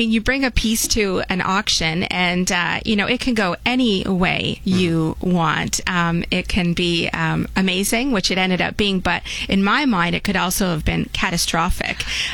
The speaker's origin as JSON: {"language": "English", "area": "Niagara", "region": "Ontario", "country": "Canada", "tie": "born or raised there", "said": "I'm born and raised in Niagara"}